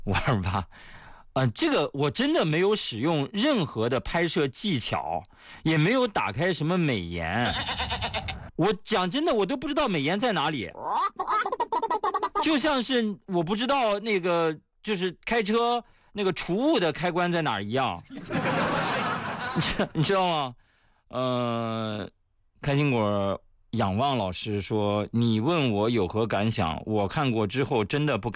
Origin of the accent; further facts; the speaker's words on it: China; 我们应该庆幸我们是个中国人。